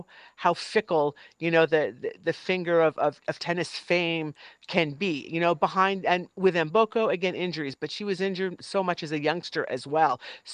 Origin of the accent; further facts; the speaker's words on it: Canada; Well, as a Canadian, I think that most of my great sporting moments, and even being a tennis player, are not necessarily tennis related.